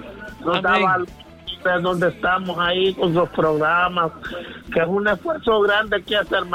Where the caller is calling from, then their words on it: Campamento, Olancho, Honduras; De Campamento Olancho